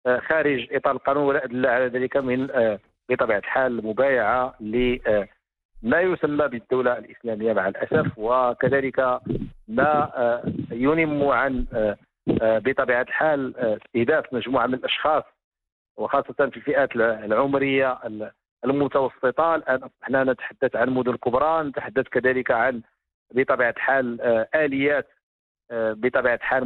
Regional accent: Morocco

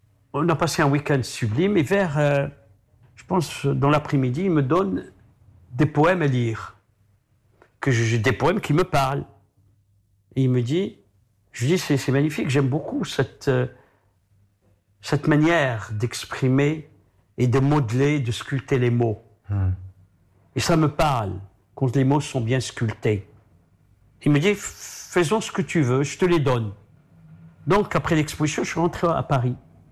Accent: Rabat, Rabat-Salé-Kénitra, Morocco; born there; je suis né à Rabat.

